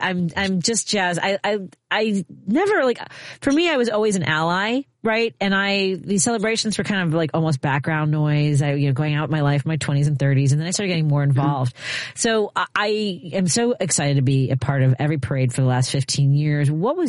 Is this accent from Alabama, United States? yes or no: no; Chicago, Illinois, United States; I believe you're in the neighborhood I grew up in.